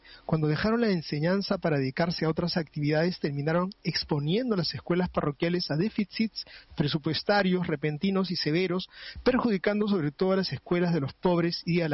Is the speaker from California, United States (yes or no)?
no; Archbald, Pennsylvania, United States; nacido en mi ciudad natal, Archbald, Pensilvania.